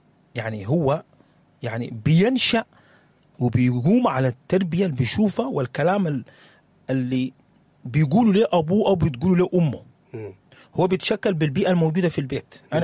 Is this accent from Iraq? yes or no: no; Sudan